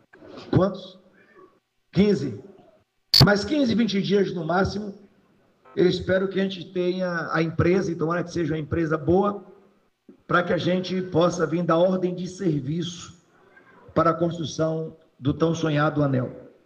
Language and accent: Portuguese; Bahia, Brazil; also born or lived in Jequié; os meus irmãos baianos e baianas